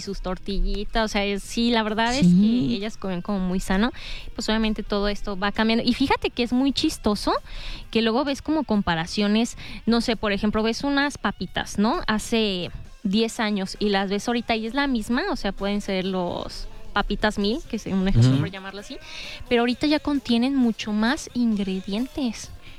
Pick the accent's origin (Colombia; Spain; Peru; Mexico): Mexico; Somos bien paneros, o sea, como buenos mexicanos, ¿verdad?